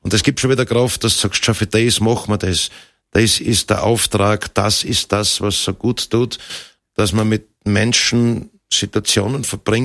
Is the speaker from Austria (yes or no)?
yes; Styria, Austria; Und wir kommen ja aus der Region rund um Bad Waltersdorf